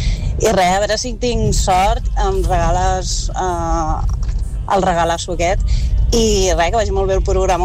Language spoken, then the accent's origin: Catalan; Terrassa, Catalonia, Spain; Doncs mira